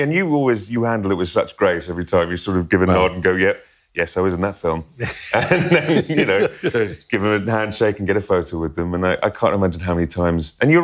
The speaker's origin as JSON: {"language": "English", "region": "South West England", "country": "United Kingdom", "tie": "born or raised there", "moved": "yes", "said": "I mean, I grew up in the West Country where there wasn't a massive theatre scene"}